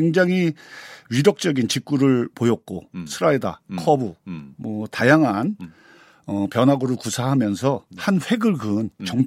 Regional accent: Seoul, South Korea; also born or lived in North Jeolla; 좀 아쉽게도 서울에서 학교를 다 다니게 됐습니다.

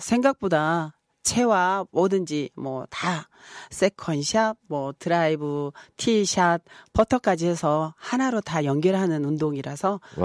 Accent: South Korea; born there; 고슴도치를 닮은 이도에서 태어났는데요.

